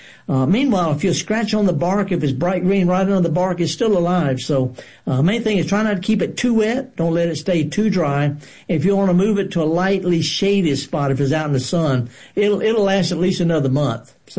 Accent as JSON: {"language": "English", "region": "Mississippi Delta", "country": "United States", "said": "Okay. Now, I'm from the Delta."}